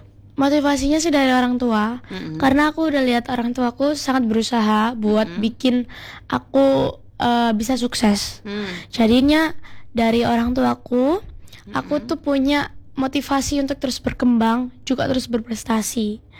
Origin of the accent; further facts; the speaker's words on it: Surabaya, East Java, Indonesia; aku berasal dari Asemrowo, Kak.